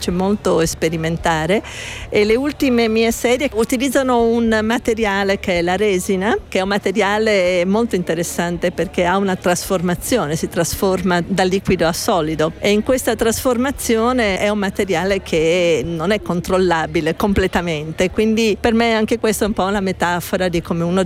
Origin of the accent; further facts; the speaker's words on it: Gorizia, Friuli-Venezia Giulia, Italy; also born or lived in Brazil / Turin; io sono partita appunto da Gorizia, poi sono stata nella mia infanzia per una questione familiare in Brasile e poi mi sono laureata in informatica a Torino.